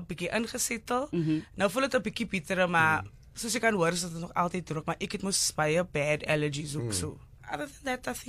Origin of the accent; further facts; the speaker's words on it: Cape Town, Western Cape, South Africa; now in Johannesburg, South Africa; Ek is van Strandfontein Village in die Kaap, ja.